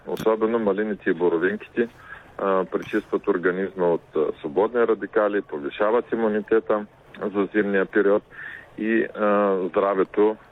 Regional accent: Troyan, Lovech Province, Bulgaria; защото моя роден град е град Троян.

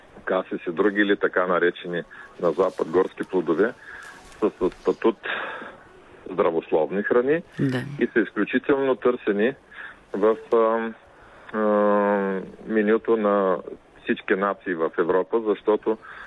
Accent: Troyan, Lovech Province, Bulgaria; защото моят роден град е град Троян

